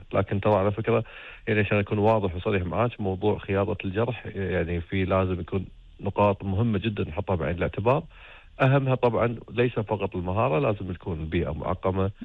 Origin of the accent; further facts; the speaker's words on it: Kuwait; عندنا في الكويت